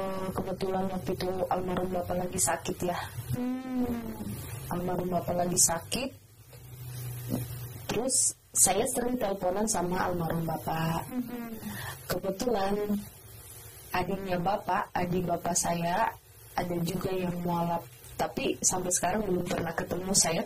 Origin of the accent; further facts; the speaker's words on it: North Sumatra, Indonesia; first language Batak; Indonesian is a second language; now in Bogor, Indonesia; kebetulan kan kita Batak Toba ya. Waktu di kampung saya bernyanyi dengan bahasa saya, bahasa Batak. Saya di Bogor, karena rata-rata udah pada pakai bahasa Indonesia